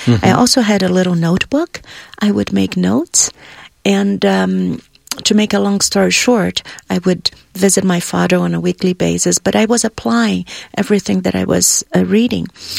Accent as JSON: {"language": "English", "country": "Brazil", "second_language": "English", "said": "I am originally from Brazil. And during my time, I only had 3 hours of school in the morning from 7 to 10."}